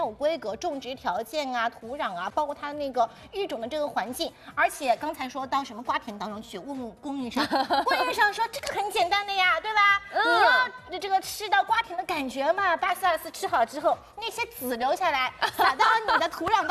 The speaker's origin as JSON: {"language": "Chinese", "region": "Shanghai", "country": "China", "said": "以前我虽然说是作为上海人"}